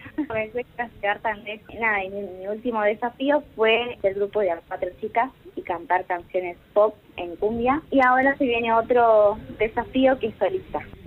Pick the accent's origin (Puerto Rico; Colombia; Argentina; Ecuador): Argentina; Nogoyá, Entre Ríos; Yo soy de Nogoyá, pero vivo en realidad a 40 kilómetros en un distrito que se llama Crucecitas Terceras. Es una zona rural, pero mi departamento es Nogoyá.